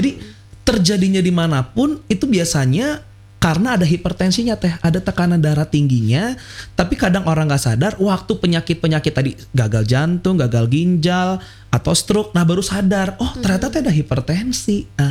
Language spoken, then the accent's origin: Indonesian; West Java, Indonesia; Dari apalagi kita orang Sunda gitu ya teh itu.